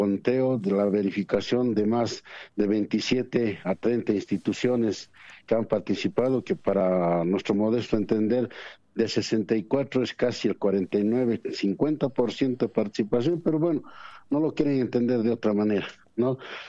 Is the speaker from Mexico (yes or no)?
no; Potosí, Bolivia; nuestro tradicional frío solo para los potosinos. Los potosinos entendemos lo que es estas bajas temperaturas.